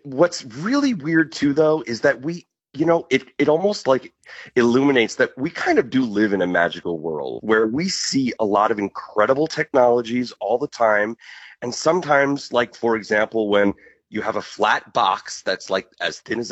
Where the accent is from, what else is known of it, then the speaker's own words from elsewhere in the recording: Long Island, New York, United States; now in Los Angeles, United States; I'm from Long Island, New York. I moved to Los Angeles